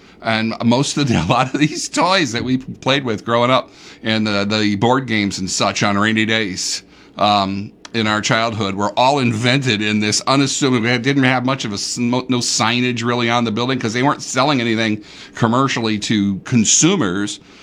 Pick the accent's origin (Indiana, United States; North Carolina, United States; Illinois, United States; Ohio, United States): Indiana, United States; Portage; One of the houses I grew up in Portage during my childhood, we had an attic that had a regular staircase up into it.